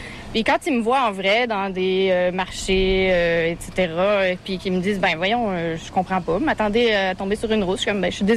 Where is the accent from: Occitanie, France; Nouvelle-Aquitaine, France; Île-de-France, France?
Nouvelle-Aquitaine, France; Tulle; born there; Mais oui, je suis née à Tulle. En Corrèze. Plein cœur. C'est ça, en Corrèze.